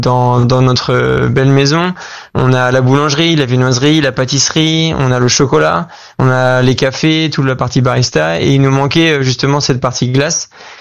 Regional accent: Normandy, France; toute mon éducation et mon enfance en Normandie

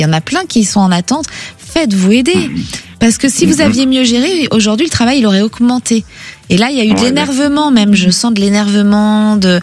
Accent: Villejuif, Île-de-France, France; Moi, j'ai grandi à côté, à Villejuif.

